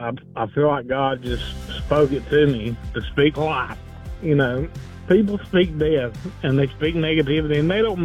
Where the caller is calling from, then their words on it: Greenville, United States; I'm calling from Greenville.